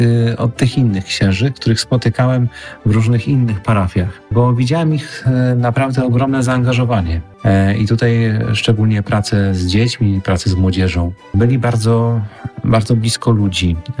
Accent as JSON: {"language": "Polish", "town": "Wołomin", "region": "Masovian Voivodeship", "country": "Poland", "tie": "born or raised there", "said": "Pochodzę z Wołomina, podwarszawskiego Wołomina, z parafii prowadzonej przez księży orionistów."}